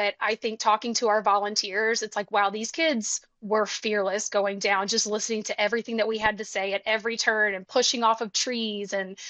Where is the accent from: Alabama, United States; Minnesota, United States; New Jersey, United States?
Alabama, United States